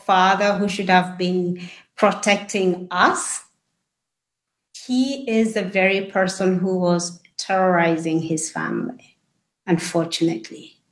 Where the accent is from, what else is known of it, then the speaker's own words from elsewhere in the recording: Kenya; I'm from Kenya and my mother was a school teacher. And I will say I was blessed to be born in that family.